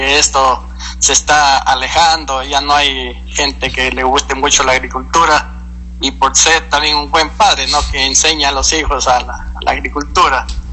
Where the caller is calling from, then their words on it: Loja, Ecuador; ya que yo también soy de Loja